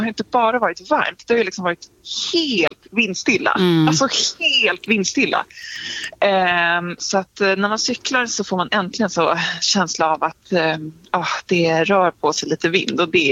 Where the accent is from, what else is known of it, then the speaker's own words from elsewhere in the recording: Sweden; Alltså som svensk, vi hade ju liksom kunnat prata om det här i året ut, tror jag.